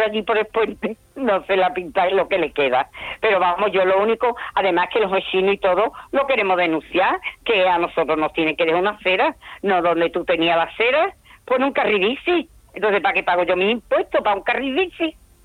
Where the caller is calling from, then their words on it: San Fernando, Andalusia, Spain; Mira, yo vivo en Perijunquera.